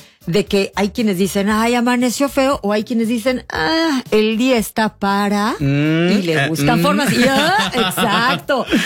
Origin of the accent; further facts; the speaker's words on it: Mexico; somos mexicanos.